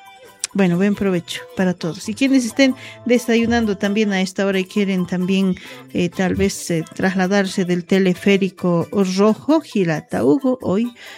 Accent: Bolivia; todos somos bolivianos.

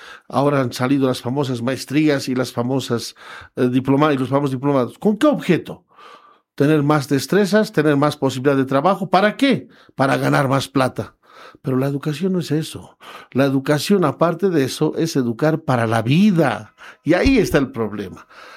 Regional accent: Sucre, Chuquisaca, Bolivia; born there; first language Quechua; Spanish is a second language; also born or lived in rural area (countryside, unnamed); Lógicamente hice hasta el tercero básico en el área rural, luego salí a Sucre. Lógicamente mi lengua materna era el quechua, ¿no?

